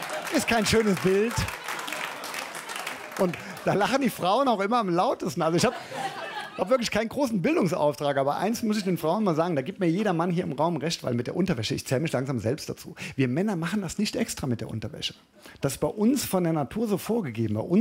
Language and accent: German; Germany; als Deutscher